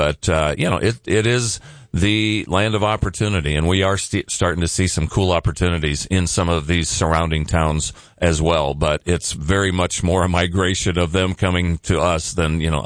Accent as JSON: {"language": "English", "region": "Nebraska", "country": "United States", "tie": "born or raised there", "said": "Well, and I grew up in the Omaha area in a little town, kind of the Lenox equivalent, you know, in terms of distance from Omaha."}